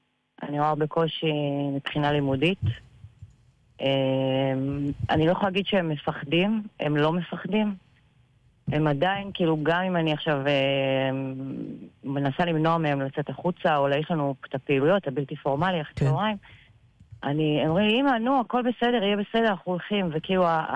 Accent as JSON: {"language": "Hebrew", "town": "Karmiel", "region": "Northern District", "country": "Israel", "lives_now": "Margaliot, Israel", "said": "אני מקרמיאל, כן."}